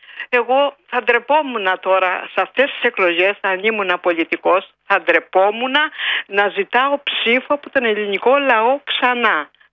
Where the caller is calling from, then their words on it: Greece; Εμένα με πονάει πάρα πολύ σαν Ελληνίδα, γιατί δεν μπορώ να σταθώ όρθια, κάπως αξιοπρεπώς, στην πατρίδα μου.